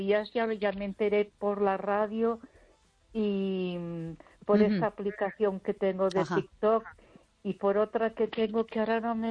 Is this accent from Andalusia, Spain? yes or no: no; Barcelona, Catalonia, Spain; Yo me crié en la Avenida Gaudí, que está muy cerquita de la Sagrada Familia.